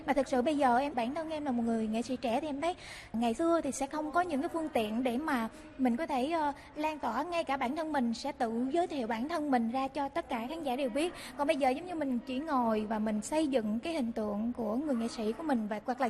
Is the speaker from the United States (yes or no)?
no; Mekong Delta, Vietnam; Em là người miền Tây